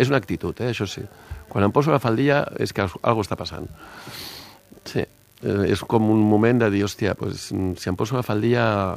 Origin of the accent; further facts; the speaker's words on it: Barcelona, Catalonia, Spain; Pues mire, vengo de Barcelona y tal.